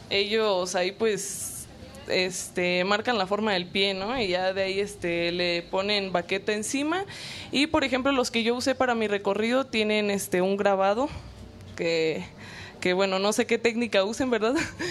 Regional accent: Guachochi, Chihuahua, Mexico; yo soy orgullosamente de la Sierra Tarahumara, soy de Huachochi

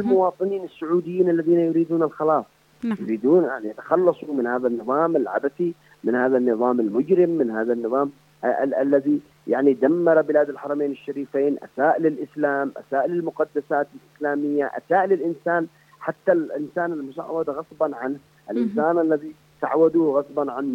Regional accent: Yemen; نحن كيمنيين

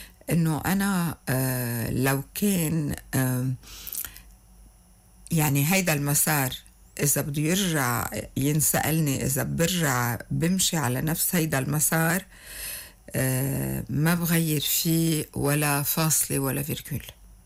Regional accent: Beirut, Beirut Governorate, Lebanon; now in Metn, Lebanon; العرق الكسرواني في مكان ما، ومن عشقود تحديدا. أنا وصغيرة يمكن ما كنت أعرف قيمة الانتماء للجبل، لأنه أنا كمان بيروتية

